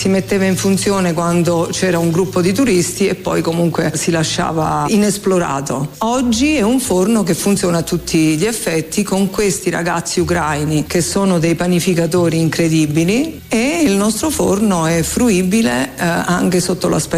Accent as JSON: {"language": "Italian", "town": "Roseto Valfortore", "region": "Apulia", "country": "Italy", "tie": "born there", "also_born_or_lived": "Foggia", "said": "È il mio paese. Io non sono neanche originaria di Roseto, sono stata adottata, sono nata a Foggia, i miei genitori erano già qui quando io sono nata"}